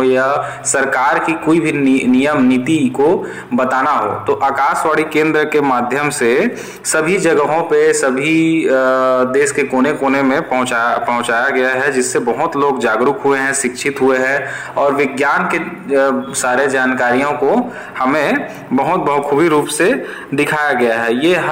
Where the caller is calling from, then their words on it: Raigarh, Chhattisgarh, India; रायगढ़ छत्तीसगढ़ का निवासी हूं